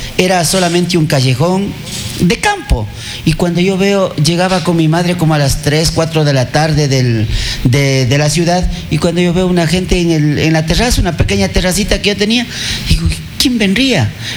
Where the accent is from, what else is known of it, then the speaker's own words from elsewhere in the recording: San Antonio de Pasa, Tungurahua, Ecuador; Han venido gente extranjera a mi pueblo.